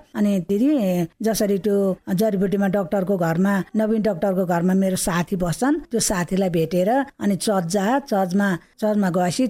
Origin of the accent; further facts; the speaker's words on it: Thori, Madhesh Province, Nepal; now in Fapar Bari, Nepal; अनि मेरो माइती चाहिँ ठोरी हो, मेरो घर चाहिँ फापरबारी हो।